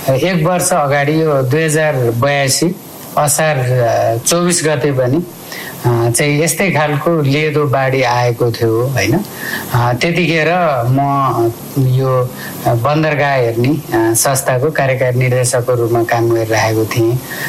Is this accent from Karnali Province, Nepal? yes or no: no; Sindhuli, Bagmati, Nepal; अब झन्डै 15-16 जना त मेरो गृह जिल्ला सिन्धुलीबाटै चाहिँ अहिले बेपत्ता भएको सूचना आइराखेको छ